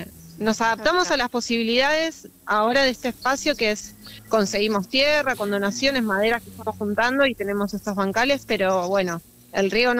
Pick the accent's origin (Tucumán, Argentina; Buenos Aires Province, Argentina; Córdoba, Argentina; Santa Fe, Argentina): Buenos Aires Province, Argentina; Valeria del Mar; Somos de ahí, de Valeria.